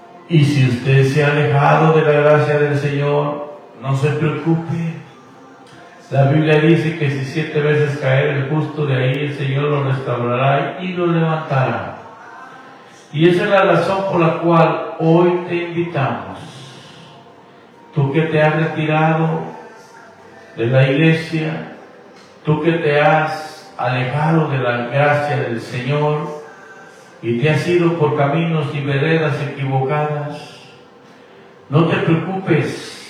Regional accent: Guatemala; now in United States; nacido en Guatemala, viviendo aquí en Estados Unidos

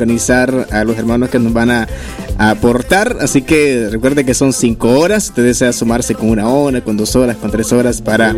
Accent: Morazán, El Salvador; somos morazánicos

